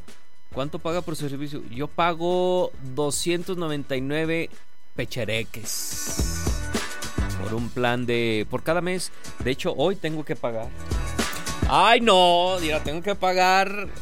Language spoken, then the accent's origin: Spanish; Mexico; Como buenos mexicanos hasta el último.